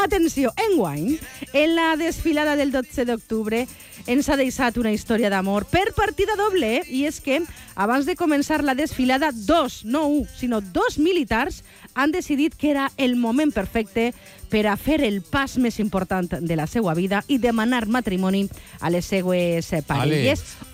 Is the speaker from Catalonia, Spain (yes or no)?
no; Valencian Community, Spain; Vull dir, com a valenciana, està